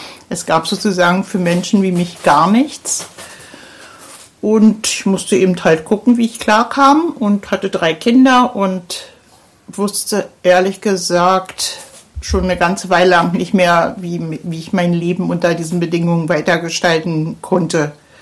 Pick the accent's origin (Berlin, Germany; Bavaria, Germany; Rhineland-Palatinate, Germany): Berlin, Germany; ich komme aus dem Stadtbezirk Pankow